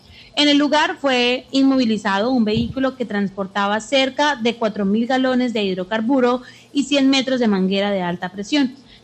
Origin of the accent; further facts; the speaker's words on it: La Merced, Caldas, Colombia; Las fiestas de la municipalización de la Merced Caldas. Su pueblo. Mi pueblo, sí señor.